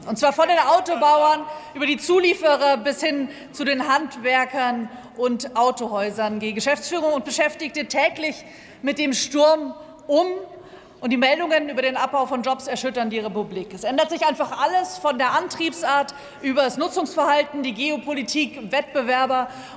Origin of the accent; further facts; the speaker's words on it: Baden-Württemberg, Germany; Ich komme aus der Region Stuttgart.